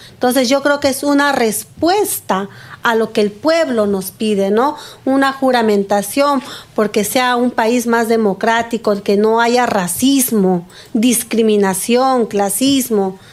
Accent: Huancavelica, Peru; moved away; Porque yo vengo de Huancavelica

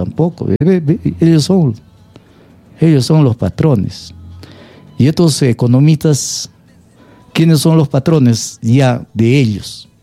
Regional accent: Peru; nosotros no somos, pues, los peruanos o los América Latinos

